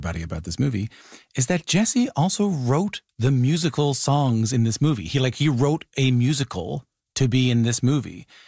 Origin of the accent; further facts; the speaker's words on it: Newfoundland and Labrador, Canada; And I'm Irish Catholic from Newfoundland.